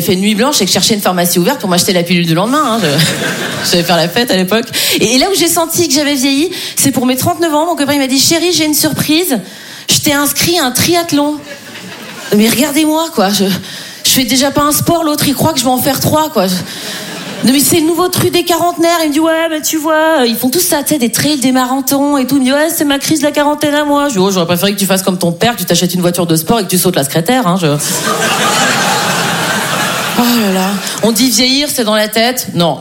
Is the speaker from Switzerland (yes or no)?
yes; Switzerland; c'est un effort énorme de dire 90, parce que je suis suisse. Donc en vrai, je dis 90.